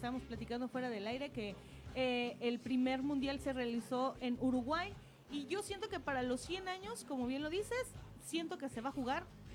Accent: Mexico; nosotros, como mexicanos

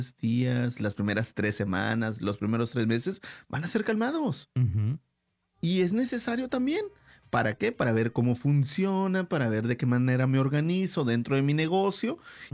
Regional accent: Mexico; como buen latino, como buen mexicano

